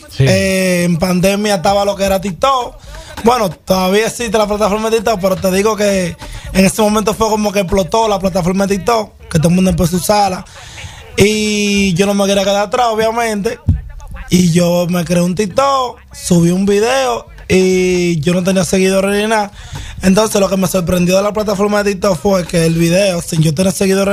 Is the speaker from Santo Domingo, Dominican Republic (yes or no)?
yes; Santo Domingo, Dominican Republic; now in Lawrence, United States; yo nací en la ciudad de Lawrence, Massachusetts. Hey. Me crié en Santo Domingo. Actualmente vivo aquí en Estados Unidos, en Lawrence, Massachusetts.